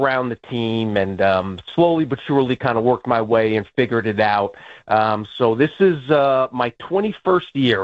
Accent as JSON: {"language": "English", "town": "Long Island", "region": "New York", "country": "United States", "tie": "born or raised there", "said": "born and raised in New York, on Long Island. So I've been following it pretty much my whole life."}